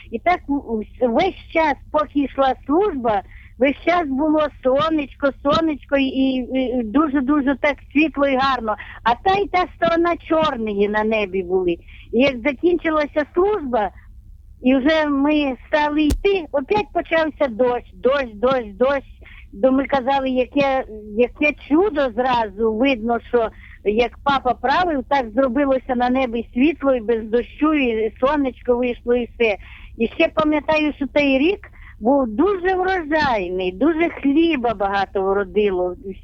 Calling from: Korosten, Zhytomyr Oblast, Ukraine; Я з Житомирської області, місто Коростень.

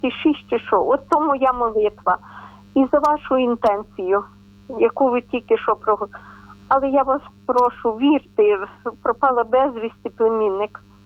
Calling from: Ternopil Oblast, Ukraine; Доброго вечора. Ми з України. Тернопільщина

